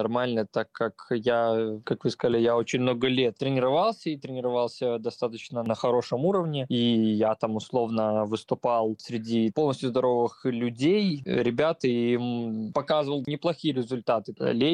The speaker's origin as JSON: {"language": "Russian", "town": "Novopolotsk", "region": "Vitebsk Region", "country": "Belarus", "tie": "born or raised there", "said": "Я родом из Новополоцка"}